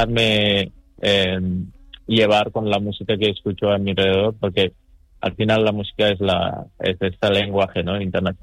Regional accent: Senegal; also born or lived in Gambia; now in Spain; nací en Gambia y he crecido en Senegal.

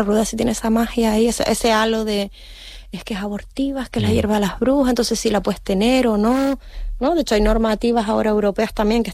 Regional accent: El Hierro, Canary Islands, Spain; now in Tenerife, Spain; soy meta canaria.

